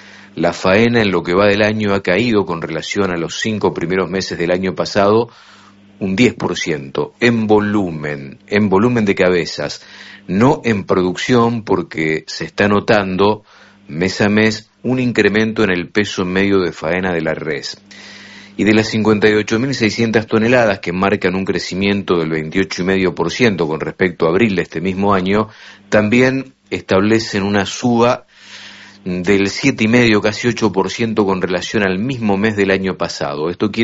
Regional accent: Buenos Aires, Argentina; acá me crucé toda la ciudad de Sur, de donde vivo yo, de donde vengo yo, del barrio de Boedo, hasta Palermo

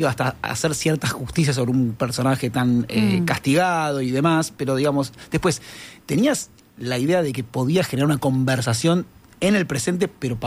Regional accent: Argentina; yo soy argentina

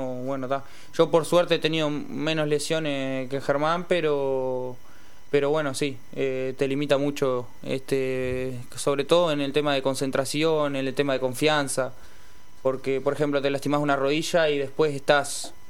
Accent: Uruguay; sería algo muy bueno para tener acá como uruguayo.

